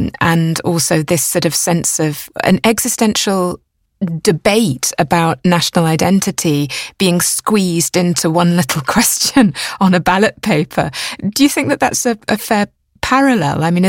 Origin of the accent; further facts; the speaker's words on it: United Kingdom; Finally, Jesse, I, you know, as a British person